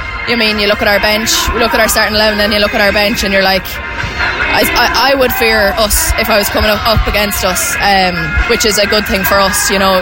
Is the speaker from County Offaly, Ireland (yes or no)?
no; Athlone, Westmeath, Ireland; I want to stay at Athlone. I mean, it's my hometown.